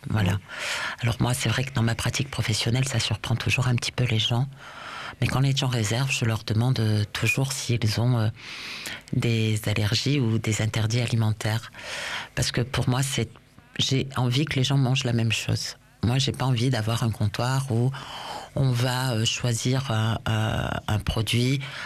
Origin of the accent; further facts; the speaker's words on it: Briançon, Provence-Alpes-Côte d'Azur, France; Et puis moi, après, j'ai grandi aussi à la frontière italienne. Moi, je suis née, j'ai grandi à Briançon. Donc, on n'est pas très, très loin. On est à une petite heure, toute, toute petite heure de route de Turin.